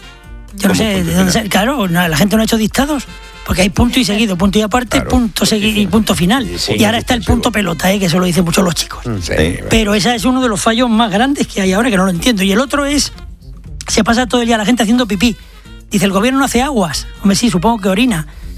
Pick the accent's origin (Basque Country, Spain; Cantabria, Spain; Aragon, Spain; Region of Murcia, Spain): Region of Murcia, Spain; Lorca; Cuando vengo de Lorca, muchas veces digo me se.